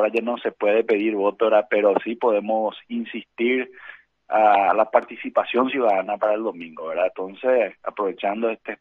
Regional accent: Pedro Juan Caballero, Amambay, Paraguay; como paraguayos, como pedrojuaninos

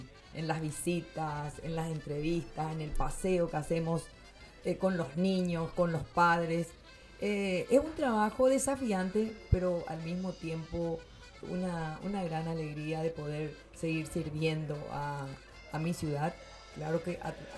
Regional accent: Pedro Juan Caballero, Amambay, Paraguay; la querida ciudad de Pedro Juan Caballero, donde yo nací. Aquí yo crecí, aquí yo estudié, aquí crecieron mis hijos, mis amigos.

